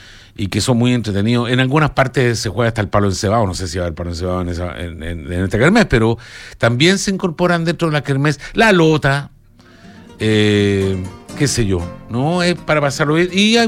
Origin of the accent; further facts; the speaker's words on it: Magallanes and Chilean Antarctica, Chile; moved away; de donde yo vengo, en Magallanes